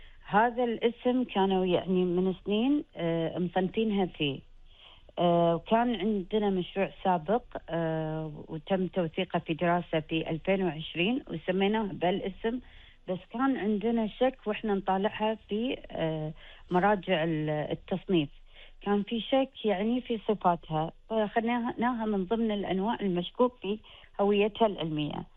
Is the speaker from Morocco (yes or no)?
no; Kuwait